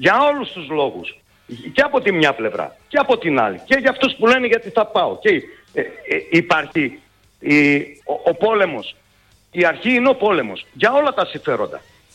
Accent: Greece; born there; γεννήθηκα στην Ελλάδα, ρε φίλε.

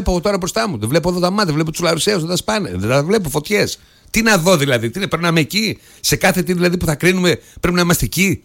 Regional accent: Greece; Ειδικά εμείς ως Έλληνες.

